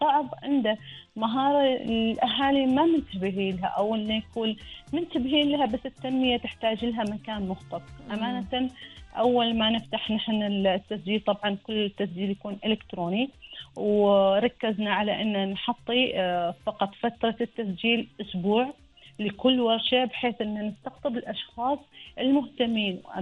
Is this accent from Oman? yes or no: yes; Oman; لنا في عمان، اللي نحولها من قصة إلى منحوتة كاملة تلمسنا نحن كعمانيين،